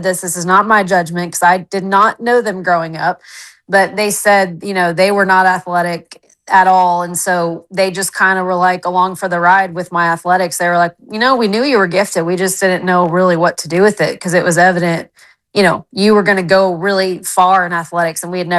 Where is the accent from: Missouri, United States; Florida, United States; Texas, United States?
Texas, United States; we're from West Texas, so we went to football games.